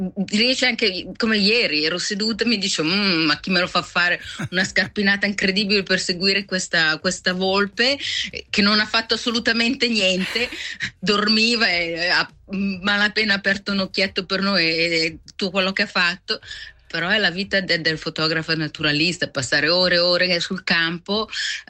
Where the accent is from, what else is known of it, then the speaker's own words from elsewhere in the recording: Collina d'Oro, Ticino, Switzerland; now in Canada; Svizzera.